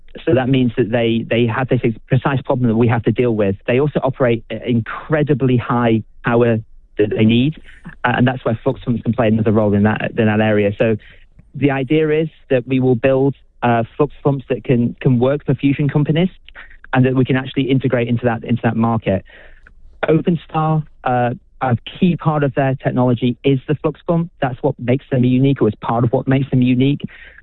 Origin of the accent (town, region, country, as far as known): United Kingdom; now in New Zealand